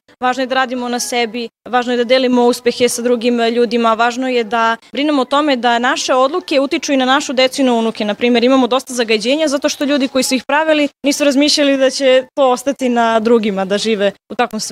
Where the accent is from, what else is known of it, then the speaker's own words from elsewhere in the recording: Serbia; Naprimjer, ja sam iz Srbije i recimo kod nas nema mnogo ljudi islamske vjeroispovesti